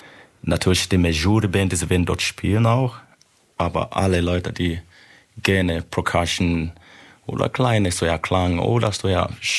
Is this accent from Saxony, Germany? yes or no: yes; Chemnitz, Saxony, Germany; Wir kommen aus Chemnitz, Karl-Marx-Stadt.